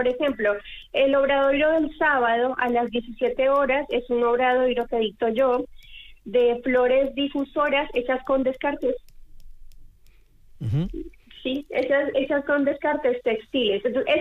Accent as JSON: {"language": "Spanish", "country": "Colombia", "also_born_or_lived": "Argentina", "moved": "yes", "lives_now": "Galicia, Spain", "said": "Yo soy de Colombia, pero viví muchos años en Argentina"}